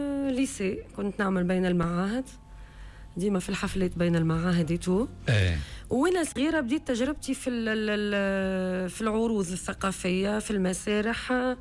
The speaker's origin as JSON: {"language": "Arabic", "town": "La Goulette", "region": "Tunis Governorate", "country": "Tunisia", "tie": "born or raised there", "said": "انا من تونس، من البونليو، بنت الكرم، حلق الويد، قريت في حلق الويد."}